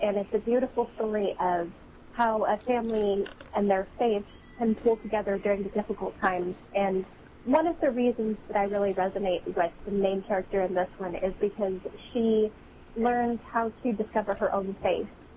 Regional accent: Colorado, United States; moved away; back in my home state in Colorado.

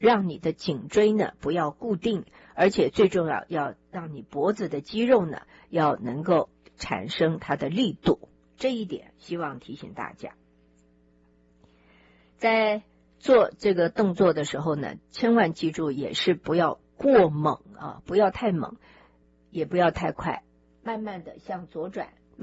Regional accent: China; 因为我们中国人喜欢，要不然就是窝在那边看电视

